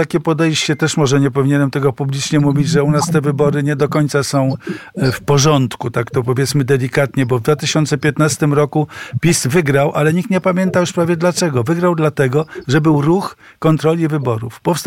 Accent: Warsaw, Masovian Voivodeship, Poland; No to akurat ja na Bielanach teraz mieszkam, a pochodzę z Międzylesia

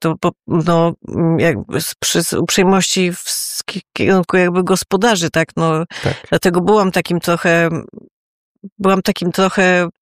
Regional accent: Bartoszyce, Warmian-Masurian Voivodeship, Poland; na Warmii i Mazurach, gdzie się wychowałam, na ziemi Natangów, notabene, myślę, że był ten bałtycki duch. W Bartoszycach, w których spędziłam dzieciństwo

